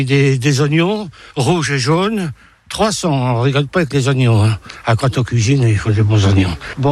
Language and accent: French; Normandy, France; par ici, moi, je suis normand. Hein. Attention, je suis un viking.